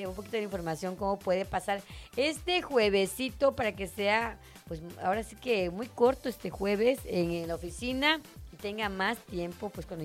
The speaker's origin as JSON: {"language": "Spanish", "country": "Mexico", "said": "como buen mexicano, lo dejamos al último."}